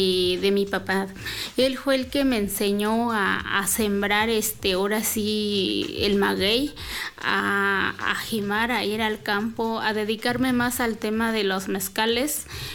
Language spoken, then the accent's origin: Spanish; Mexico; yo soy de mi municipio es Atezcal, mi localidad es San Lucas de Teletitlán.